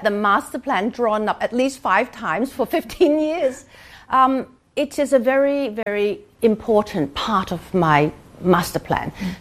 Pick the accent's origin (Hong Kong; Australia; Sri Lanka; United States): Hong Kong; I remember coming to Causeway Bay because we actually lived in Kennedy Road.